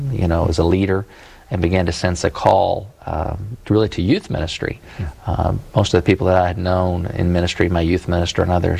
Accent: Lexington, United States; My background, growing up in Lexington, I'm in my hometown.

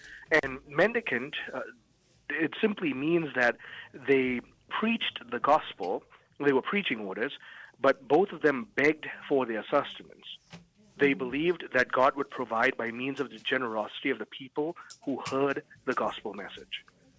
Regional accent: Kuala Lumpur, Malaysia; English is a second language; Because as most of you know, Debbie and Ron know this about me, I'm from Kuala Lumpur, Malaysia. I shouldn't be Catholic right now.

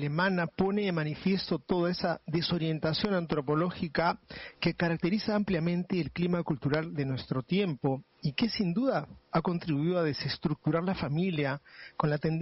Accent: Peru; somos así los peruanos

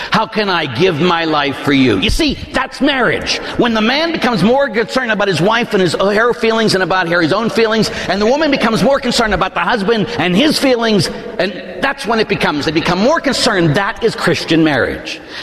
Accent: Pittsburgh, Pennsylvania, United States; born or raised there

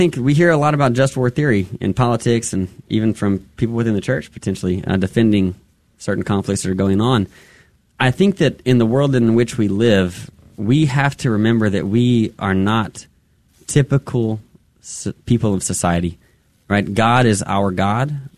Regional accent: United States; we as American citizens have been entrusted with quite a bit. And we as Catholics have been entrusted with so much more.

